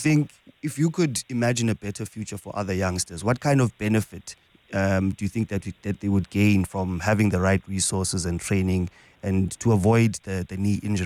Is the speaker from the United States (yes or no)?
no; East London, Eastern Cape, South Africa; I come from East London, and Emondi, and now called, of course, Kukombo City. When I grew up, we used to drive, and then all you'd see is people running in the freeway.